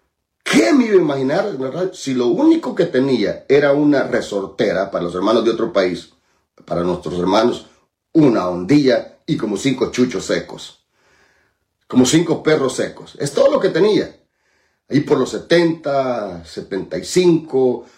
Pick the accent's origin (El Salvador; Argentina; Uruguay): El Salvador; Chilcuyo; Ya usted sabe dónde nací yo, allá en Cantón Chilcuyo. Usted ya sabe que ahí nací. No había luz eléctrica, no había agua potable, no habían baños.